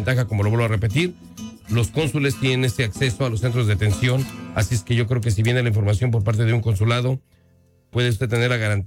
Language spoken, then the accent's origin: Spanish; Mexico; now in United States; incluso en México, pues todos hablamos un español diferente dependiendo el estado.